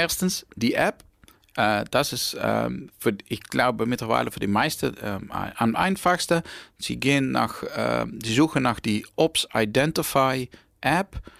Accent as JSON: {"language": "German", "country": "Netherlands", "second_language": "German", "said": "ich komme, wie Sie hören, komme ich aus Holland."}